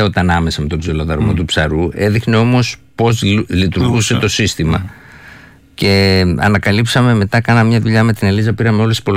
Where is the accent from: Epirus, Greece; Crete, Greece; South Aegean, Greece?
South Aegean, Greece; Paros; Ναι, η Πάρος είναι η ιδιαίτερη μου πατρίδα, ναι, όπως ξέρεις. Εκεί, ναι, έκανε ένα δικαστήριο στο χωριό μου